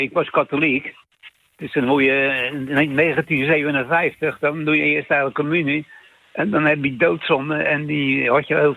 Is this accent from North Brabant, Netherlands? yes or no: no; Schiedam, South Holland, Netherlands; also born or lived in Hendrik-Ido-Ambacht; Ik ben in Schiedam geboren. Toen gingen we in de oorlog in Hendrik Ido Ambacht wonen. En toen weer terug naar Schiedam, naar de Brandersbuurt. Dat was een volksbuurt. En daar waren ook de branderijen.